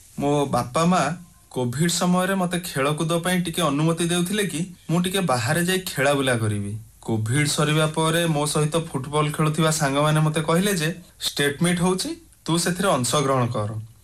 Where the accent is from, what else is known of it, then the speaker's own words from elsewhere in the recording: Chhattisgarh, India; now in Odisha, India; ମୁଁ 200 meter ଓ 400 meter national record holder ଏବଂ ମୁଁ ଛତିଶଗଡ଼ର ବାସିନ୍ଦା, ଆଉ ଏବେ ମୁଁ ଓଡ଼ିଶା ତରଫରୁ ଖେଳୁଛି।